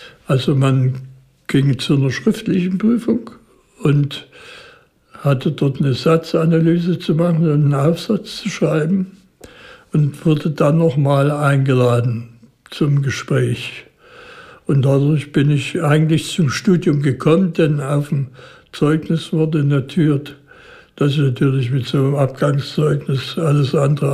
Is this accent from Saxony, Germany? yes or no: yes; Dresden, Saxony, Germany; Und zum Maler ging man als Dresdner vielleicht nicht so häufig als zu Mozart.